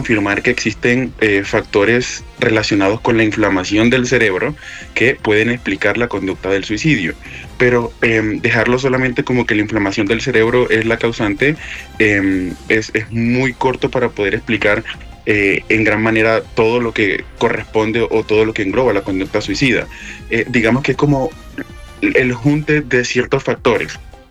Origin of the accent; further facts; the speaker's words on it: Maicao, La Guajira, Colombia; moved away as an adult; now in Pasto, Colombia; Yo soy nacido y criado en Maicao. Estudié todo el colegio en Maicao y, bueno, ya por temas educativos tuve que desplazarme fuera de la ciudad para poder estudiar.